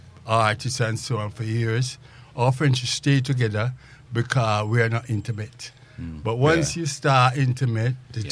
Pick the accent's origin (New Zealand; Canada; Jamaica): Jamaica; I grew up in Jamaica